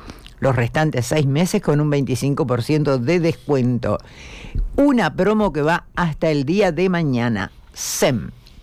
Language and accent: Spanish; Uruguay